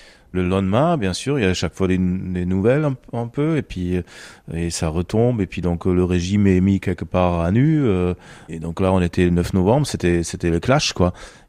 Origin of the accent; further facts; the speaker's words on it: Germany; comme on habite pas loin de Berlin, en tant que bon allemand